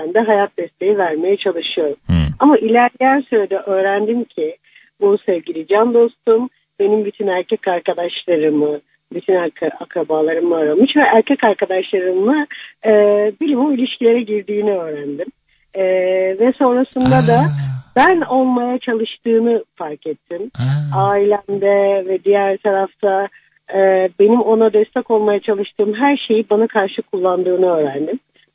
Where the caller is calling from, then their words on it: Istanbul, Turkey; İstanbul'dan arıyorum.